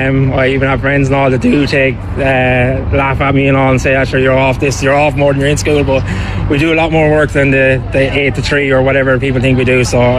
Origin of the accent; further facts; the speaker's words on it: Wexford, Leinster, Ireland; moved away as an adult; now in Dublin, Ireland; I'm from Wexford originally, and I've been living in Dublin since I left school at 18